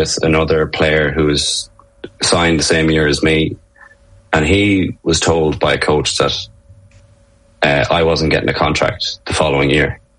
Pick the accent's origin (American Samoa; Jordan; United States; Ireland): Ireland; this is where I'm going to excel as an Irish guy. Irish guys will go over and the kicking's always a bit of a slagging